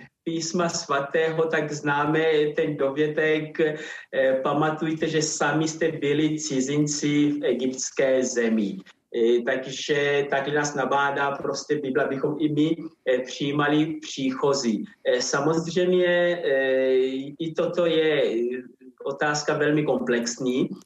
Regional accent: Angola; Czech is a second language; moved away as an adult; now in Czech Republic; pořád se cítím zároveň i jako Angolán a Česko beru jako svůj druhý domov.

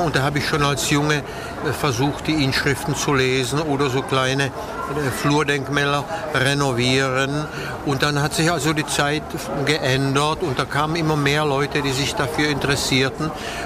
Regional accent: Varnsdorf, Ústí nad Labem Region, Czechia; Ich bin in Varnsdorf geboren, in einer deutschsprachigen Familie, aber aus Mischehe, und da haben wir zu Hause Deutsch gesprochen und da bin ich irgendwie in diese Umgebung der Deutschböhmen eingewachsen.

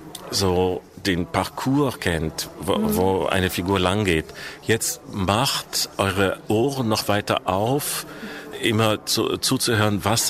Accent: Essen, North Rhine-Westphalia, Germany; born or raised there

